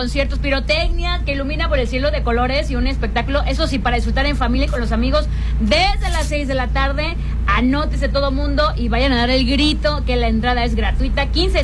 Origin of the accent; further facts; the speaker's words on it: Mexico; le tocó pues a nuestro México